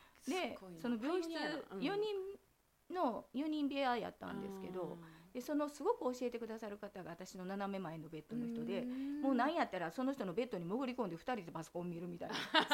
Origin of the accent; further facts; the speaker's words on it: Osaka, Japan; うちらって、まあ、大体大阪のおばちゃんやったんで、私を含め